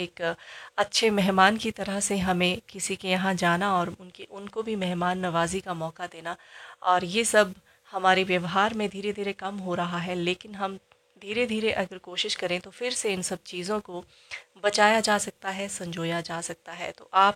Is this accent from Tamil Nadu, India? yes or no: no; Himachal Pradesh, India; हमारे हिमाचल के पारंपरिक खाद्य पदार्थ